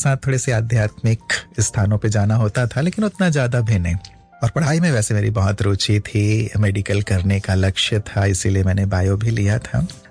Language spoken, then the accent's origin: Hindi; Ambikapur, Chhattisgarh, India; also born or lived in Bilaspur, Chhattisgarh; तो बिलासपुर में रहना हुआ, उसके बाद पिताजी का ट्रांसफर हो गया तो हम अंबिकापुर चले गए, वो भी छत्तीसगढ़ में ही है। तो वहीं मेरी स्कूलिंग आदि सभी अंबिकापुर में ही हुई।